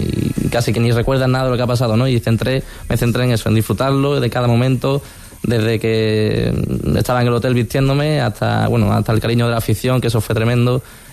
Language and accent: Spanish; Seville, Andalusia, Spain; soy de Sevilla